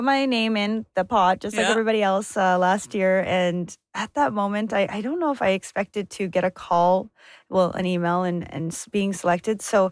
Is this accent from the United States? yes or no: no; Thunder Bay, Ontario, Canada; I was from Thunder Bay, Ontario. And yes, it's a city, but it's a northern city. We're a little bit secluded.